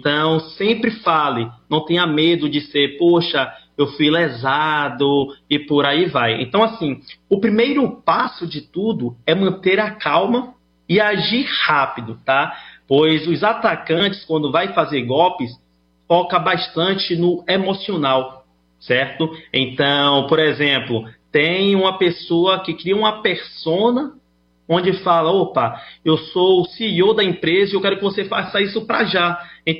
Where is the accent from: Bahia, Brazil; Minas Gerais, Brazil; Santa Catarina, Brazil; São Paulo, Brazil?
Bahia, Brazil; Salvador; Não, eu sou de Salvador.